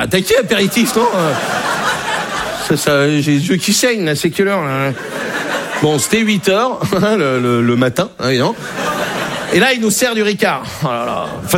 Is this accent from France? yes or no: yes; Brittany, France